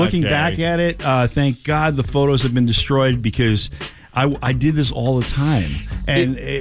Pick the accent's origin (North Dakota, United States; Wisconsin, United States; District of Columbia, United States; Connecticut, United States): Connecticut, United States; I grew up in Connecticut playing basketball or football or whatever